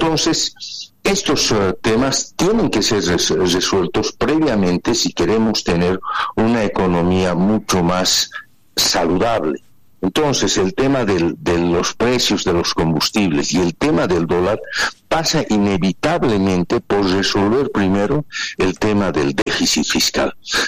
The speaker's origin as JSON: {"language": "Spanish", "country": "Bolivia", "said": "Somos los bolivianos"}